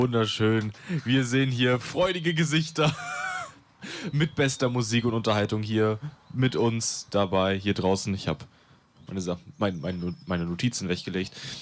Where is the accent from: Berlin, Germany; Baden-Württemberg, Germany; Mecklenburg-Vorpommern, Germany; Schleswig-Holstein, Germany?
Schleswig-Holstein, Germany; Mölln; Ich komme aus Mölln